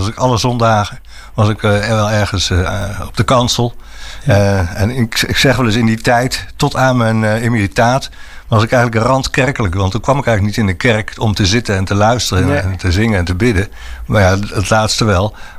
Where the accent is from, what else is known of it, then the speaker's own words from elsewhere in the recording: Arnhem, Gelderland, Netherlands; also born or lived in Kampen / Ermelo; Ik was net in een voorgesprekje al aan het vertellen waar ik vandaan kom, uit Arnhem.